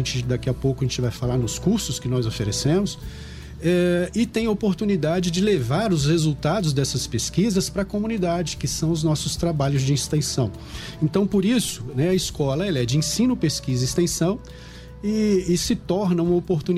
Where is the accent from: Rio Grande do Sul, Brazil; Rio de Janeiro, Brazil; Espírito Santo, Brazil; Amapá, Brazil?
Espírito Santo, Brazil; Bela Aurora; moved away as an adult; also born or lived in Viçosa / São Paulo / Vitória; Sou daqui, para quem não conhece, sou daqui de Bela Aurora, né, minha família é fiorese. Saí daqui em 89 para fazer graduação em matemática, em Viçosa.